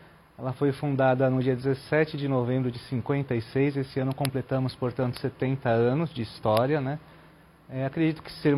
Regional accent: Brazil; Mas também eu sempre fui bem aceito como eu sou brasileiro, né? E eu tenho uma face mais ocidental do que asiática.

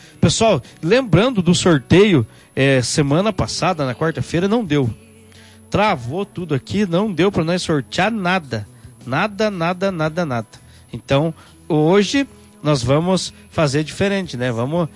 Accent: Mallet, Paraná, Brazil; Eu, graças ao bom Deus, maletense nato, no dia 29/7/1984, no Hospital São Pedro, foi ali que aonde eu nasci, e com muito orgulho, sou maletense, né? Cuidei e amo essa terra.

